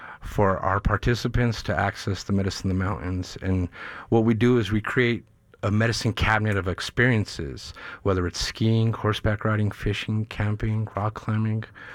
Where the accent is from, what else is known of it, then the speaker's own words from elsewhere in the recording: Denver, Colorado, United States; born and raised in the north side of Denver.